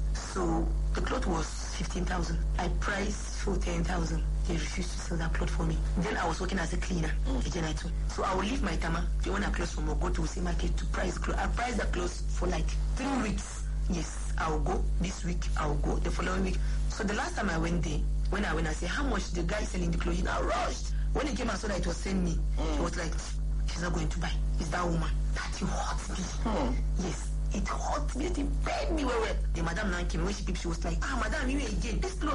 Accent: Kaduna State, Nigeria; yes, I'm Chawe by tribe, one of the minorities in Southern Kaduna. So I grew up in Damakasua, Southern Kaduna.

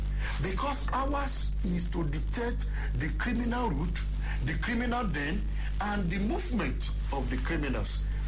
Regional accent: Ogun, Nigeria; I'm from Ogun State.

